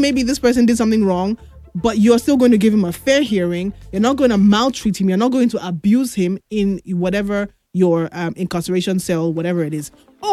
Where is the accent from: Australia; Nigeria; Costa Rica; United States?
Nigeria; as Nigerians